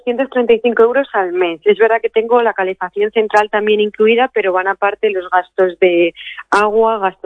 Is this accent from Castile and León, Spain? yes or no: yes; Ávila, Castile and León, Spain; now in Salamanca, Spain; en Ávila, que es de donde yo soy.